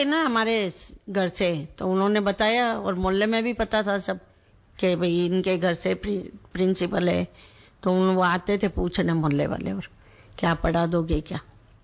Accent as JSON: {"language": "Hindi", "region": "Rajasthan", "country": "India", "moved": "yes", "said": "मैं राजस्थान से आई हुई यहाँ अब रोड में, फिर मैं किसी को जानती नहीं थी, ना किसी से बात करती थी।"}